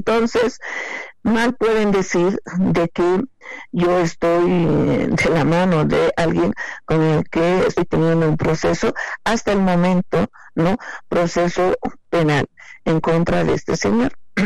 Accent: Potosí, Bolivia; Porque soy potosina, expresidente cívica y además quiero y amo esta tierra.

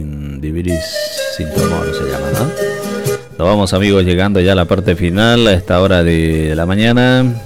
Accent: Bolivia

